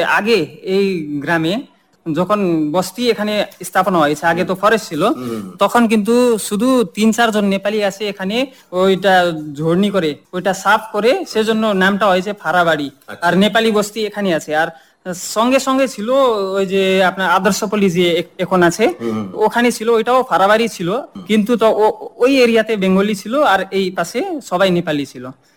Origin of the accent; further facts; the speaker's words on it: Fulbari, Jalpaiguri district, West Bengal, India; আমার জন্ম এখানে, আমার বাবারা প্রায় কত 1950-এর তখন থেকে আছেন